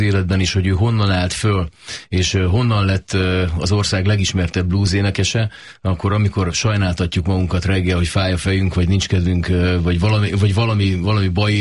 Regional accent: Borsod-Abaúj-Zemplén, Hungary; én egy vidéki srác vagyok, én Borsodból származom, és nem véletlen vágyom oda, talán még napjainkban is vissza.

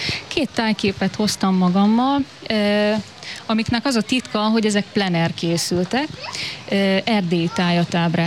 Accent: Szolnok, Jász-Nagykun-Szolnok, Hungary; born there

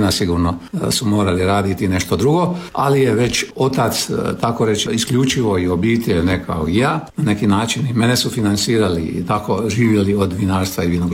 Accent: Croatia; kod nas u Hrvatskoj i Dalmaciji

